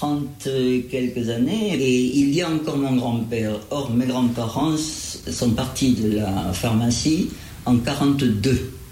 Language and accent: French; France; je suis née à Vitréal en 1943, dans la rue du Drôme, à la pharmacie, au premier étage. Et donc, j'ai passé toute mon enfance et mon adolescence à Vitréal